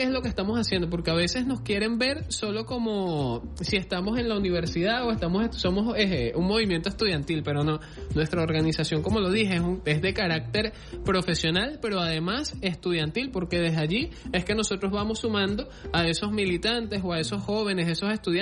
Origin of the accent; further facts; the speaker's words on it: Venezuela; nosotros de repente como venezolanos, como hombres, como padres, chamo, debemos ser responsables.